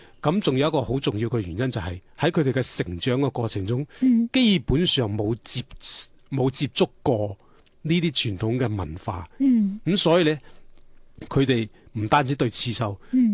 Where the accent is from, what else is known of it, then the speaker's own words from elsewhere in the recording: Lingnan, China; 咁佢係嶺南人嘅根文化，咁所以我覺得佢係相當於留喺我哋嶺南人嘅身上嘅血。